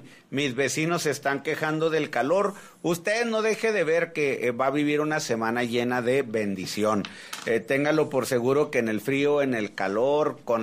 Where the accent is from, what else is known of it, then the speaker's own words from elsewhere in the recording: Mexico; Somos mexicanos